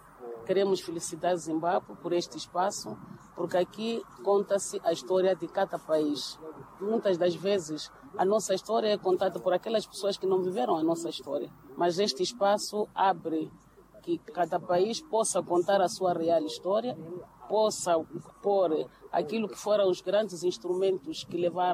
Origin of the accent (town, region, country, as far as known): Mozambique